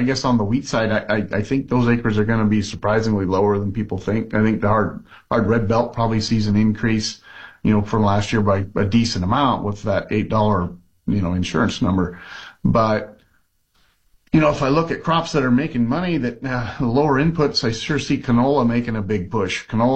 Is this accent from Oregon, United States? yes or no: yes; Oregon, United States; I'm from Oregon